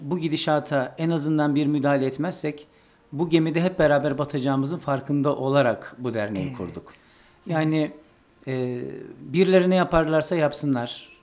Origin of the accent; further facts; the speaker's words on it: Kırşehir, Turkey; now in Yozgat, Turkey; Yozgat'tan geliyoruz ama Yozgatlı değilim, Kırşehirliyim ben de. Orada evet. Büyüdük, orada okuduk.